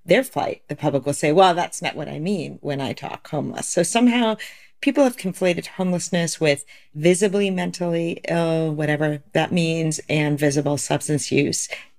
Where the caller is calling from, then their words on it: California, United States; I'm calling in from the Bay Area.